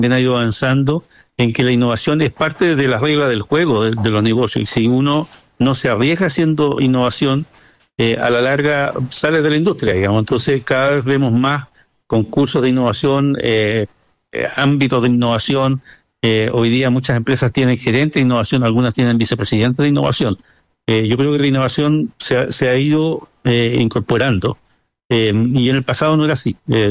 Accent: Concepción, Biobío, Chile; Yo soy penquista, esta historia es en Concepción

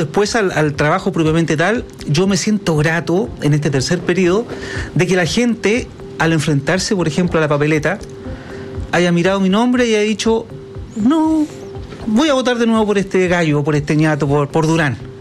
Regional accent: Santiago, Santiago Metropolitan Region, Chile; Nací en San Miguel. Sí, po. Ya. Cuando me casé, los primeros años viví en San Miguel, después salí, pero toda la vida en el distrito.

